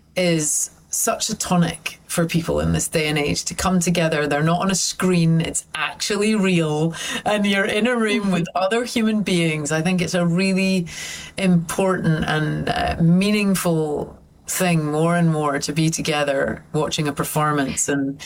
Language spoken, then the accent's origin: English; St Andrews, Scotland, United Kingdom; So because we grew up in St. Andrews, it was only 10,000-11,000 people in town when we grew up. It was just a small place.